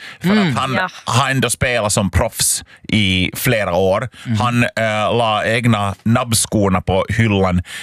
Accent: Uusimaa, Finland; moved away; jag var faktiskt hemma i Östra Nyland igår en sväng.

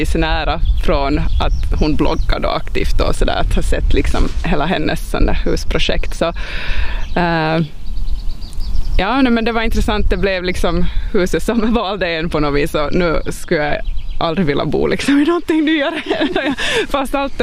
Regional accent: Esse, Ostrobothnia, Finland; moved away as an adult; also born or lived in Turku / Kristinestad / Vaasa; när jag växte upp i Esse och liksom blev vuxen och skulle iväg

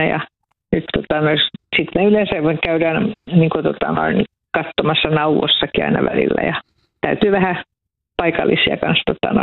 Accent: Vihti, Uusimaa, Finland

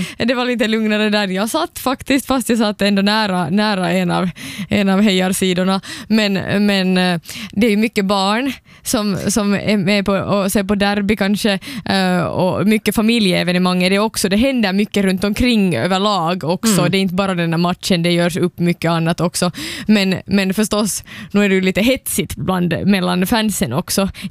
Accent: Finland; Vi är ju vana som finländare att vara alltid underdogs.

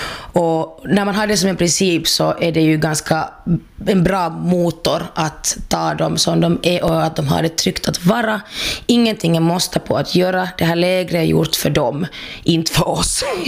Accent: Helsinki, Uusimaa, Finland; alltså jag är ju från Helsingfors, och då när jag var yngre så fanns det liksom inga referenser

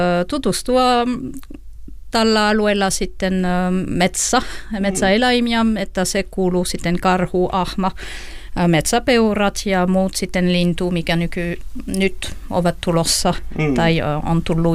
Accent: France; Finnish is a second language; moved away as an adult; now in Lentiira, Finland; Olen ranskalainen. Olen tullut tällä kylälle 2001.

